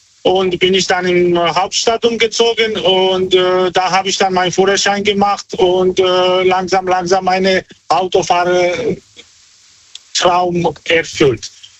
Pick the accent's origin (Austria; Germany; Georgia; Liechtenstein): Georgia; Ich komme aus Georgien.